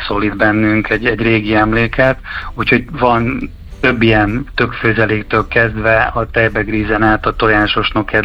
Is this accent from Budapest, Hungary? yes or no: no; Baja, Bács-Kiskun, Hungary; mert bajai vagyok